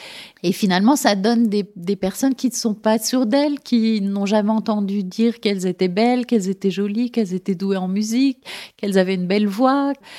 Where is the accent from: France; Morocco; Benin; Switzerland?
France; Nancy, Grand Est; born there; chez moi à Nancy